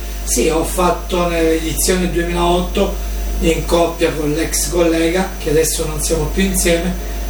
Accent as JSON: {"language": "Italian", "region": "Abruzzo", "country": "Italy", "said": "Sono da Paganone di Cambri."}